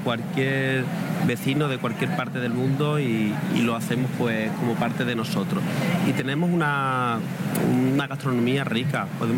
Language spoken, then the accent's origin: Spanish; Peñarroya-Pueblonuevo, Andalusia, Spain